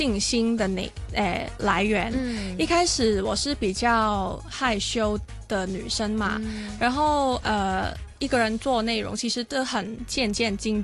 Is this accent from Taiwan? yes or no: no; Hong Kong; 可是我们也是香港人，我们也是香港球迷，